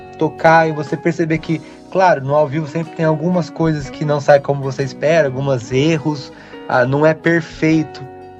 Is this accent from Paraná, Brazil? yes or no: no; Campinas, São Paulo, Brazil; moved away as an adult; also born or lived in Valinhos / Boston; now in Orlando, United States; Atualmente estou morando em Orlando, eu sou de... Eu nasci em Valinhos, né? Cresci em Campinas. Em 2021 fui para Boston fazer faculdade lá na Berklee College of Music. E agora, atualmente, estou morando em Orlando, na Flórida.